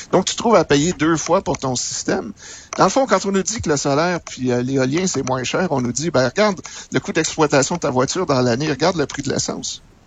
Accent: Quebec, Canada; Il y a toujours le mythe d'Hydro-Québec, ça nous définit en tant que Québécois.

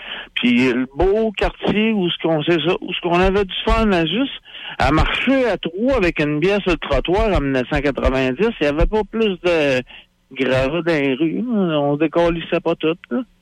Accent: Quebec City, Quebec, Canada; also born or lived in South Shore (Rive-Sud), Quebec; J'étais un gars de la rive sud, mais j'ai grandi à Québec. J'ai fait ma jeunesse au corps du Ville avec les cheveux verts ici.

